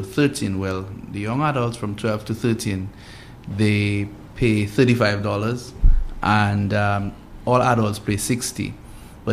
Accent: Dominica; Like I tell people, anytime I'm away from Dominica, what I really miss about my country is the food, you know.

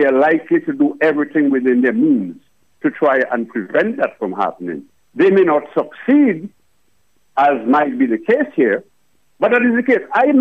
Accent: Wesley, Saint Andrew Parish, Dominica; I was born in Wesley. I am from Wesley. I was brought up in Wesley. I know Wesley. I know the people of Wesley.

